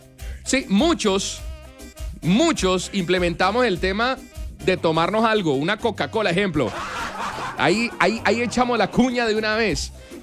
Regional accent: Colombia; uno como buen colombiano

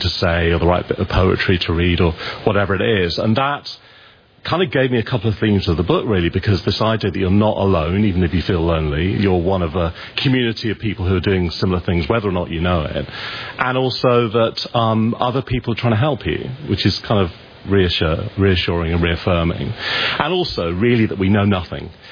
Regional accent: England, United Kingdom; born or raised there

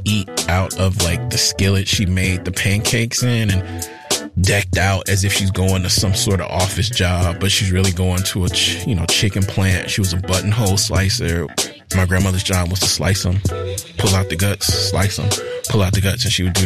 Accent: Mississippi, United States; You know, the house that I spent most of my time at growing up in Mississippi, like I always say, that was the precursor to the internet.

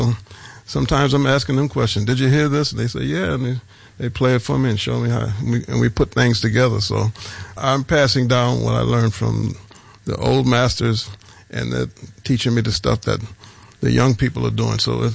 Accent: New Orleans, Louisiana, United States; I realized that since I came from New Orleans and all of the generations who innovated jazz were still alive

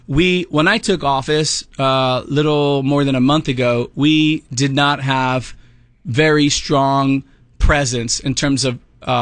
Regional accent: Texas, United States; Being a Texan and protecting our way of life is not a Democrat or Republican issue.

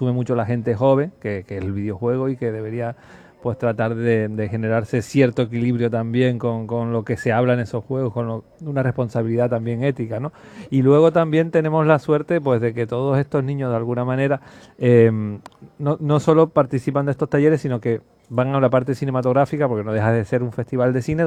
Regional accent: Canary Islands, Spain; sobre todo en un territorio como el nuestro, como Canarias, donde hay una fragilidad muy, muy evidente entre la naturaleza y nosotros y nuestro modo de vida, ¿no?

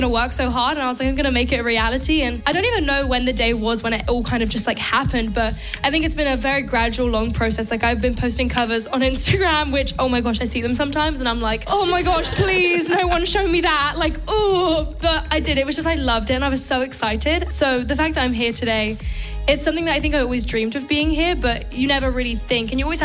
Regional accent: London, United Kingdom; I think playing my first show in London was really cool, very memorable because that's my hometown.

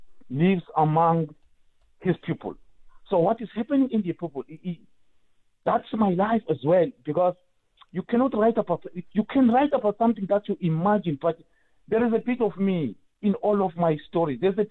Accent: South Africa; first language Swati; English is a second language; My barrier is that I was studying Zulu by then, not my mother tongue, Swati.

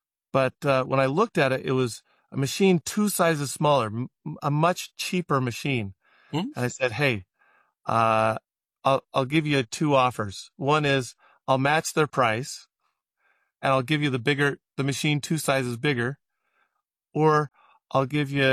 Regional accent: United States; As an American

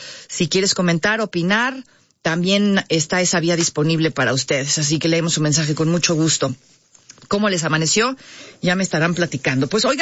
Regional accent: Mexico; nosotros como mexicanos

